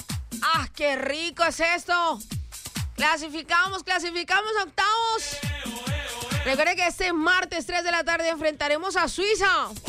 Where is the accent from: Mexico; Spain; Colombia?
Colombia; Yo soy colombiana.